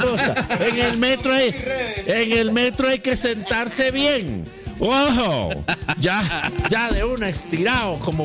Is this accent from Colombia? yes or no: yes; Colombia